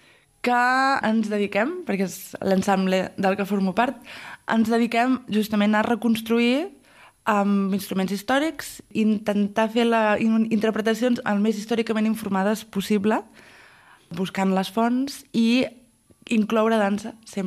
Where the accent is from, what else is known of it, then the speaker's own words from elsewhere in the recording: Menorca, Balearic Islands, Spain; Som de Menorca, sí.